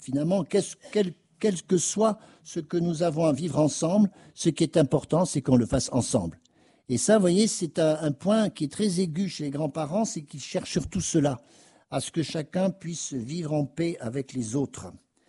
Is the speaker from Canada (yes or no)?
no; France